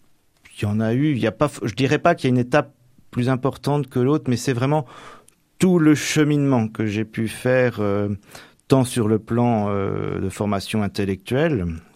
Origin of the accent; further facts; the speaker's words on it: Normandy, France; je suis vraiment originaire de la Manche, même si je suis originaire du Nord-Manche, mais ma région natale, le Val-de-Serre, on se rend compte qu'il y a la terre et la mer. Quand moi, j'habitais Quétou, j'étais dans le monde rural